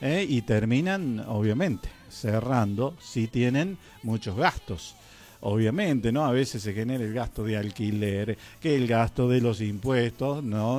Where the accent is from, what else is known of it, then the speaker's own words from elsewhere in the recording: Argentina; Argentina, mi tierra querida, mi país.